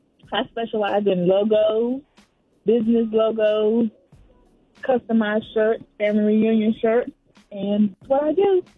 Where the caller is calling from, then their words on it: Raleigh, North Carolina, United States; I am calling from Raleigh, North Carolina.